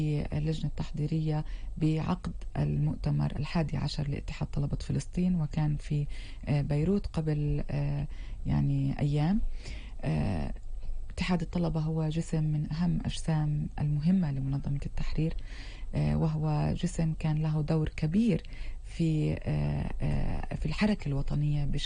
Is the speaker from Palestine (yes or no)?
yes; Palestine; يتعامل معنا كفلسطينيين